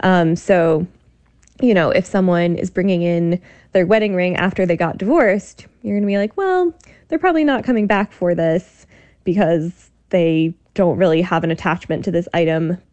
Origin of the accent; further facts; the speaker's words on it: Iowa, United States; And growing up in Iowa, that wasn't something I knew very much about